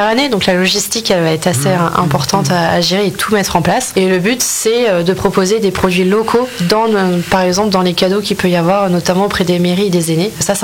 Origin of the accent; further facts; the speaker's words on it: Châteauneuf-Val-de-Bargis, Bourgogne-Franche-Comté, France; j'ai grandi à la campagne, j'ai grandi à Châteauneuf-Val-de-Bergis, notamment.